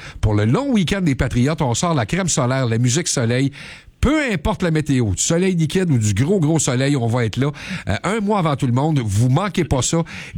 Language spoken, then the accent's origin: French; Quebec, Canada; on reste chez nous au Québec. En Montérégie, la ville de Lairie